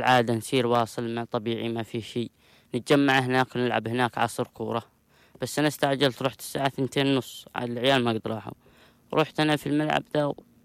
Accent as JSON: {"language": "Arabic", "town": "Sirwah", "region": "Marib", "country": "Yemen", "tie": "born there", "said": "عمري 17 سنة، من مواليد صرواح، أدرس في الصف الثامن"}